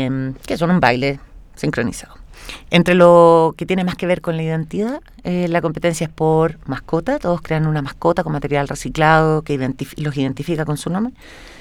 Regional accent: Chile; todos nosotros como chilenos

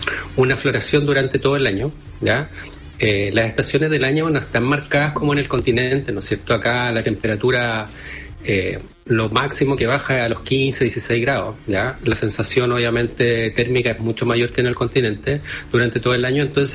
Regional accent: Santiago, Santiago Metropolitan Region, Chile; Bueno, yo soy continental, santiaguino, ya nací en Santiago, viví bastantes años en Santiago, y me vine por una posibilidad de cambio de vida acá con mi familia, ya hace 16 años

